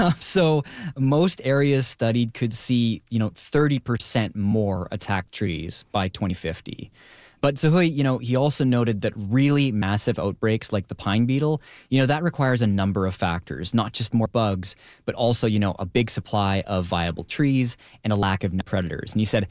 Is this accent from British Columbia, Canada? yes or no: yes; Prince George, British Columbia, Canada; So as a kid growing up in my hometown of Prince George, I just remember looking around and seeing more and more and more trees dying